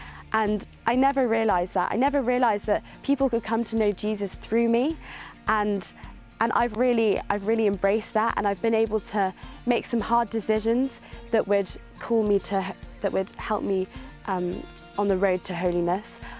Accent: Yorkshire and the Humber, United Kingdom; I come from England in North Yorkshire, and I'm 17.

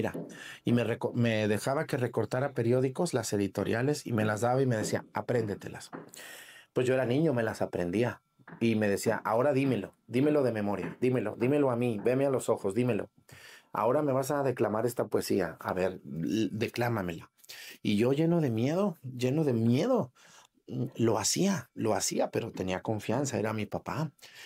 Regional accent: Mexico; un saludo a la gente de Yagualica y a media hora de mi pueblo.

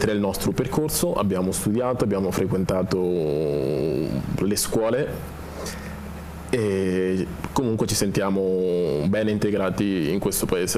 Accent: Macerata, Marche, Italy; sono nato a Macerata, sono cresciuto, ho studiato, ho fatto tutto il mio percorso, diciamo, della mia vita qui in Italia, a Macerata. Spesso tengo molto alle mie origini e peraltro ogni anno tendo ad andare al mio paese di origine

